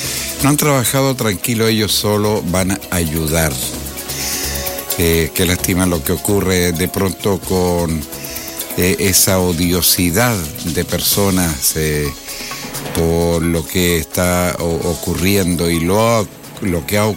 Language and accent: Spanish; Chile; así somos nosotros los chilenos